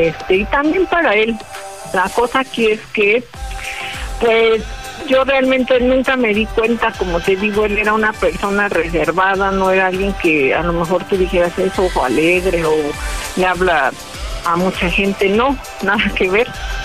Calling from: State of Mexico, Mexico; Tengo 42 años y soy del Estado de México.

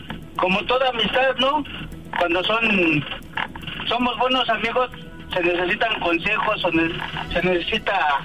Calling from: Xochimilco, Mexico City, Mexico; Tengo 41 años y soy de Xochimilco.

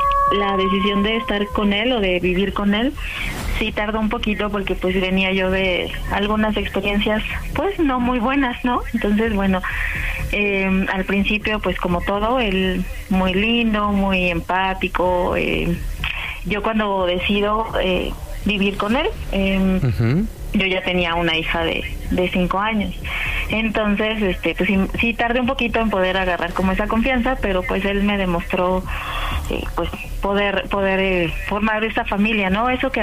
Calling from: Mexico City, Mexico; Soy de la Ciudad de México, te llamo de aquí de la Alcaldía Benito Juárez y tengo 42 años.

